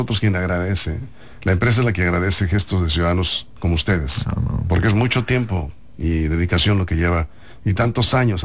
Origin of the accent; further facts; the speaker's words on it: Sinaloa, Mexico; Y decirle al pueblo de Sinaloa que tan solidarios somos los sinaloenses